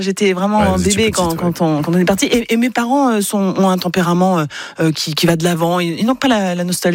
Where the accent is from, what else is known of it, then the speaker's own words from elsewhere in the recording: Le Creusot, Bourgogne-Franche-Comté, France; born there; Je suis né au Creusot en Bourgogne.